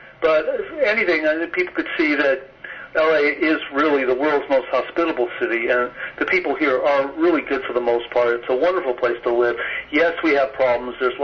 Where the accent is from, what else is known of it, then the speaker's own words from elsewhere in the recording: Los Angeles, California, United States; I haven't seen another story about growing up in West L.A. in the 1970s that relies on the music and the culture